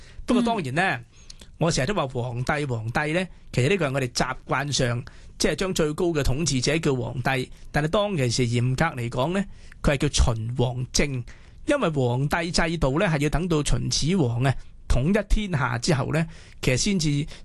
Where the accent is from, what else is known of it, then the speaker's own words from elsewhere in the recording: Hong Kong; 我们香港人